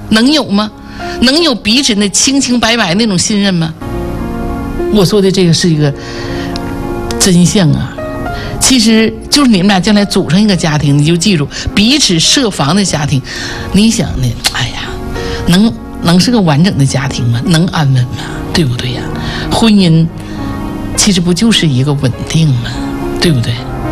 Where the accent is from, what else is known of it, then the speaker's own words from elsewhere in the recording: Jinzhou, Liaoning, China; accent: Northeastern (Dongbei); 我们东北人叫割了瓣哈，锦州人哈